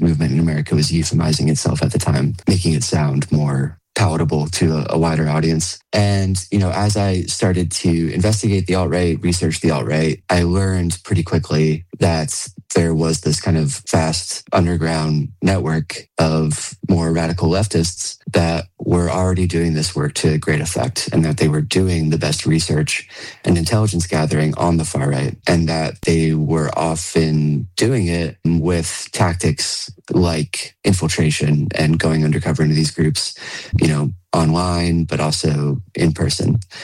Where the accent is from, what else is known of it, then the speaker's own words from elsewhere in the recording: Gettysburg, Pennsylvania, United States; was actually back in my hometown in Gettysburg, Pennsylvania.